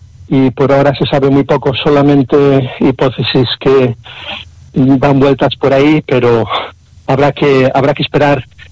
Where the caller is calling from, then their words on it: Dalías, Andalusia, Spain; yo soy vecino de Dadar